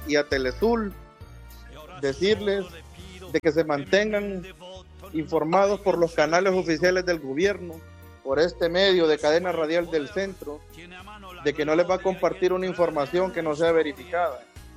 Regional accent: Honduras; si yo fallo como ciudadano hondureño. Estoy para servir a mi pueblo, soy hijo de Oro, y jamás le voy a fallar a mi pueblo.

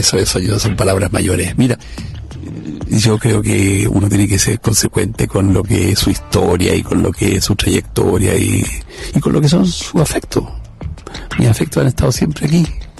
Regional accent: Chile; tuve también la oportunidad de trabajar 10 años, digamos, fuera de Chile, en Brasil y luego en Europa. Pero claro, yo me siento muy chileno

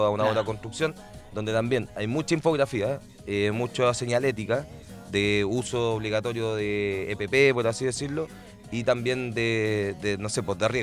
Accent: Santiago, Santiago Metropolitan Region, Chile; yo soy oriundo de Quinta Normal

